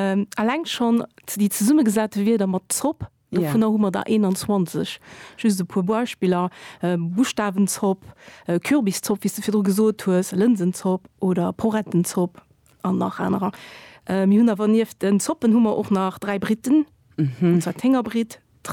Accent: Portugal; ich als Portugiesin

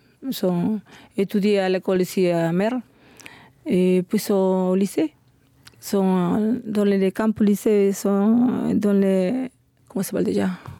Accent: Guayaquil, Guayas, Ecuador; French is a second language; now in Luxembourg City, Luxembourg; C'est presque la ville principale, la Guayaquil.

